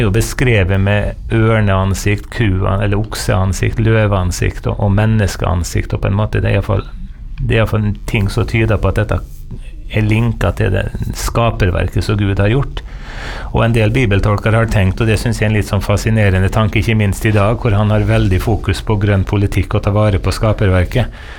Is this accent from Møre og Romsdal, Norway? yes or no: yes; Eide, Møre og Romsdal, Norway; hjemme på Eide på Nordmøre, hvor jeg er døpt og konfirmert